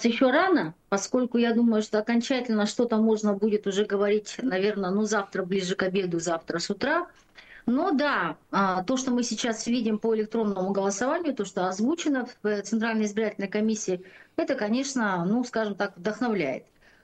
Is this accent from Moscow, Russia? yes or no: no; Sakha Republic, Russia; И с моей малой родины, из Чуропчинского района, поступила первая новость для партии